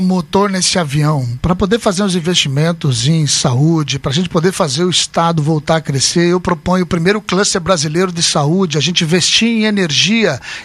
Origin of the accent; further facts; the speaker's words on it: Brazil; Eu fui o prefeito mais bem avaliado, sou do Brasil.